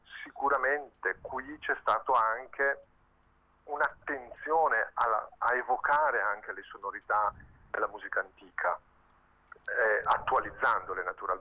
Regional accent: Brescia, Lombardy, Italy; c'è anche la coreografa che è di Brescia, e quindi una parte di questi, diciamo, del cast produttivo è della nostra città

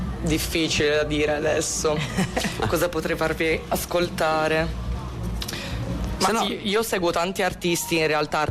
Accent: Piedmont, Italy; Io sono della Val di Susa.

